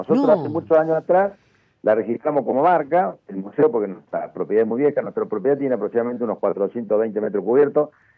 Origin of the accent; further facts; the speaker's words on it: Argentina; Así que es un orgullo como argentino